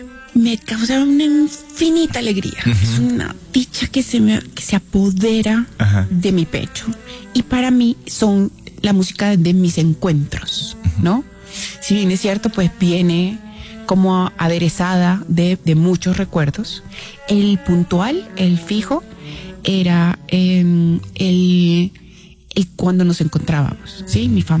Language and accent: Spanish; Valencia, Carabobo, Venezuela; yo soy de Valencia